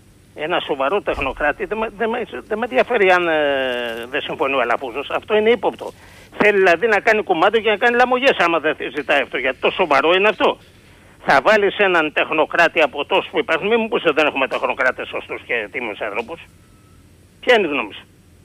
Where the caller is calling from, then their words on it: Piraeus, Attica, Greece; από Πειραιά.